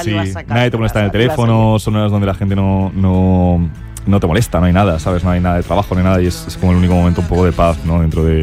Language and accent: Spanish; Poland; Porque yo soy polaco, mi padre es polaco